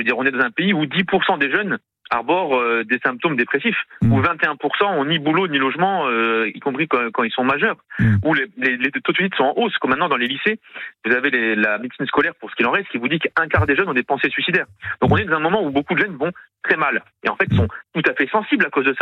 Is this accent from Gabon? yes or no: no; Toulouse, Occitanie, France; Alors pour le coup, en tant que Toulousain, faut dire dans ma circonscription, il y a un boulevard.